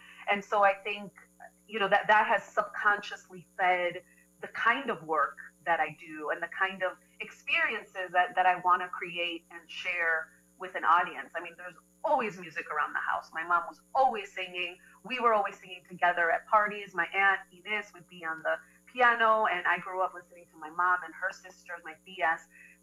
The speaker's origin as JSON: {"language": "English", "town": "Chicago", "region": "Illinois", "country": "United States", "tie": "born or raised there", "said": "So I was born and raised in Chicago. My parents came here in 65."}